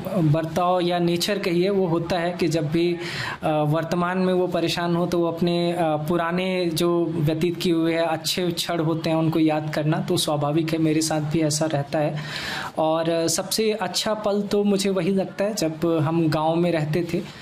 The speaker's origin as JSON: {"language": "Hindi", "town": "Madwa Dhanawal", "region": "Uttar Pradesh", "country": "India", "tie": "born or raised there", "said": "देखिए, मैं उत्तर प्रदेश के मिर्ज़ापुर डिस्ट्रिक्ट से बिलोंग करता हूँ, और मेरा जो जन्म स्थान है वो एक गांव पड़ता है मड़वा धनावल, वहाँ पे जन्म हुआ।"}